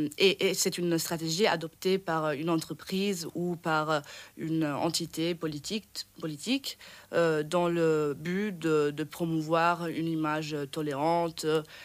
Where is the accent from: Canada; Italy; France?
Italy; Syracuse, Sicily; French is a second language; moved away as an adult; now in Brussels, Belgium; Alors moi je viens d'Italie, je viens de la Sicile, plus précisément de Syracuse. Et voilà, je suis ici à Bruxelles depuis très peu de temps, disons 6 mois.